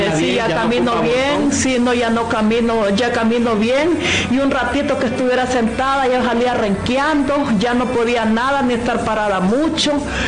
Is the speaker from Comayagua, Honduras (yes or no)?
yes; Comayagua, Honduras; Yo vengo de acá del sitio.